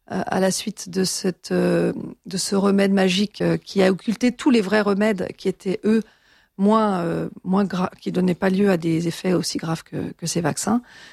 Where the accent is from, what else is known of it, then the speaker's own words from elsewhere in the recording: Geneva, Switzerland; also born or lived in Ferney-Voltaire, France; Mes parents étaient ingénieurs au CERN, et donc, par la force des choses, je suis née à Genève. Mais j'y ai passé presque toute ma vie, sachant quand même que j'ai fait l'école primaire, l'école secondaire en France, voisine, à Ferney-Voltaire. Et je me sens vraiment binationale